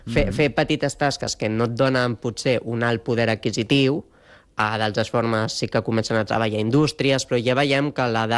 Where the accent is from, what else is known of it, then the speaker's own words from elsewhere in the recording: Barcelona, Catalonia, Spain; aquí els que som de Barcelona o al voltants